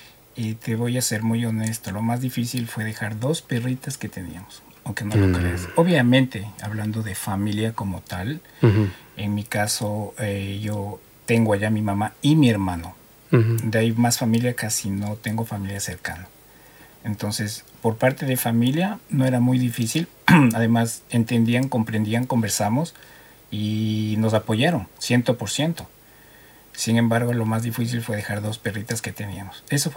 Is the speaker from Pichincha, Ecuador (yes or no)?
yes; Quito, Pichincha, Ecuador; now in Australia; Yo llevo 11 años acá en Australia. La decisión de por qué venir acá... básicamente fue, yo soy de Ecuador y te voy a contar algo interesante.